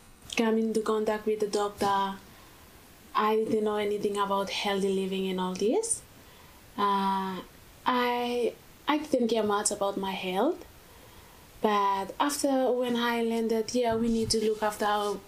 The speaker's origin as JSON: {"language": "English", "country": "Vanuatu", "moved": "as an adult", "lives_now": "Kangaroo Valley, Australia", "said": "I'm from Vanuatu."}